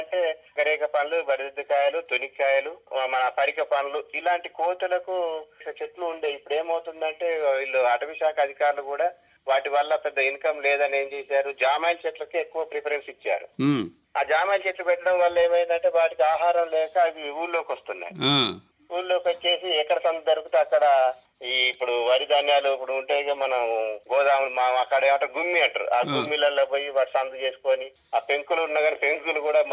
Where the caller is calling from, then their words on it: Rampuram, Telangana, India; మాది భద్రాద్రి కొత్తగూడెం జిల్లా రాంపురం గ్రామం సార్.